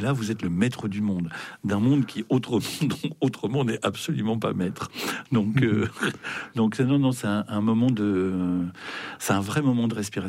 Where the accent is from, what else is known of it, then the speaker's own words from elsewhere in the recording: Grand Est, France; Moi, j'ai grandi en Champagne-Ardenne. J'habite en Champagne-Ardenne. C'est loin de la mer et ça me manque.